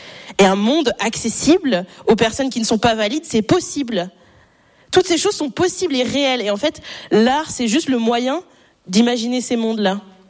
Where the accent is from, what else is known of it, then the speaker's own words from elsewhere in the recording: Châtel-Guyon, Auvergne-Rhône-Alpes, France; also born or lived in Riom; Moi, je suis née en Auvergne. Je suis née dans un petit village splendide. Je suis née à Rion, à côté de Clermont-Ferrand. Et j'ai grandi dans des petits villages à Enza, à Chappes et à Châtel-Guyon, où mon père vit toujours.